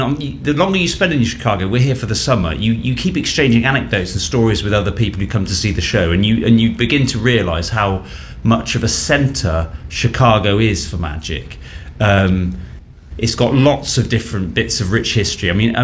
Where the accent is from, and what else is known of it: United Kingdom